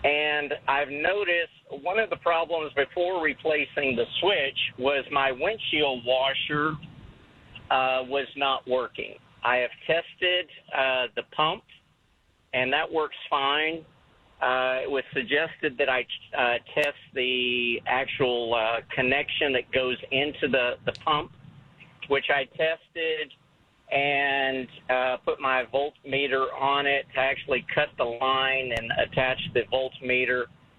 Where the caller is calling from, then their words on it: Kyle, Texas, United States; I live in Kyle.